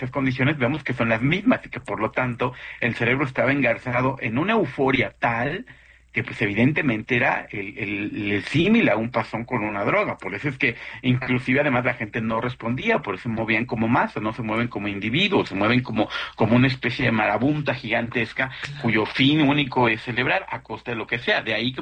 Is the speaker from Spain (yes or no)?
no; Mexico